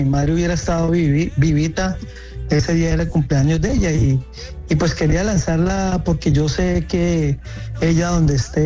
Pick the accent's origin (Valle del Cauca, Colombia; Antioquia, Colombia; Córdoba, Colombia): Valle del Cauca, Colombia; Cali; Aunque soy caleño, nacido allá, pues mi familia, tengo descendencia paisa también. Entonces yo le decía a un amigo que yo soy paisaleño, algo así.